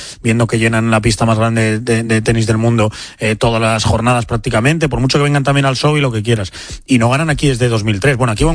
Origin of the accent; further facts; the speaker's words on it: Spain